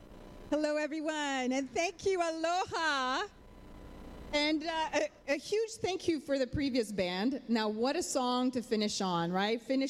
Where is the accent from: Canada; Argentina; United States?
Canada; Montreal, Quebec; also born or lived in Ontario; now in Vancouver, Canada; I'm originally from Montreal. I lived in Ontario and now I live in Vancouver. Let's just say I'm Canadian.